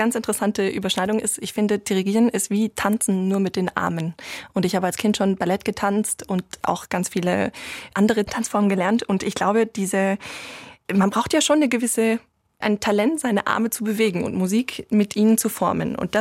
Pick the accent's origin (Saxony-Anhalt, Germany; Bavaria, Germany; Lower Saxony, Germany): Bavaria, Germany; Munich; Ich bin Münchner Kindl, ne?